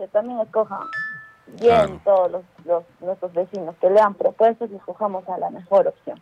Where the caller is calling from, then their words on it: Arequipa, Peru; de Alto Selva Alegre.